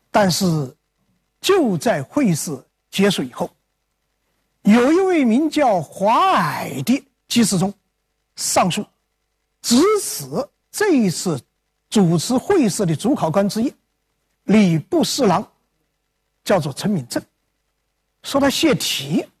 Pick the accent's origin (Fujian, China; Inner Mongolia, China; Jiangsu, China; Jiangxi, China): Jiangxi, China; Ji'an; 那就是我的家乡江西吉安，吉安府。